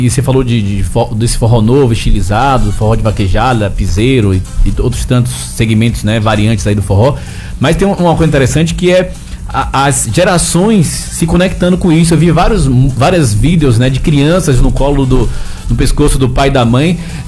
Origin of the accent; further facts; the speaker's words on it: Bahia, Brazil; moved away as an adult; now in Salvador, Brazil; eu sou de uma ligação entre Castro Alves e Ilha de Itaparica. Então eu sou de roça e praia, assim, os dois mundos.